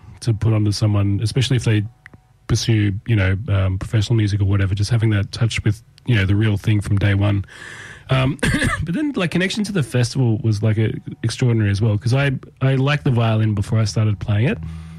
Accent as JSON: {"language": "English", "town": "Tamworth", "region": "New South Wales", "country": "Australia", "tie": "born or raised there", "said": "I grew up in Tamworth, yes."}